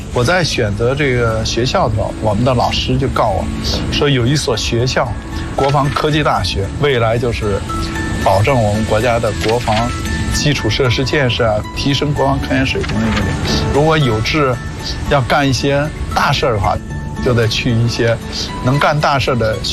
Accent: Shaanxi, China; also born or lived in Shanxi; 我出生在山西，很小时候就到了陕西。

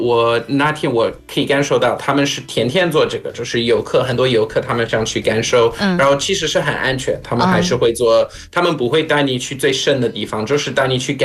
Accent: South Africa; 但是我们在南非最大的行业之一就是挖矿，就是黄金还有钻石什么的，所以

